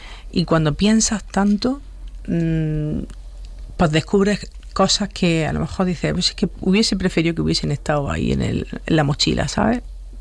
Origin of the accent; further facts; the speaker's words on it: Huércal de Almería, Andalusia, Spain; Me encanta que haya sido aquí en mi pueblo, es que no podía haber sido de otra forma, claro, en Huércal.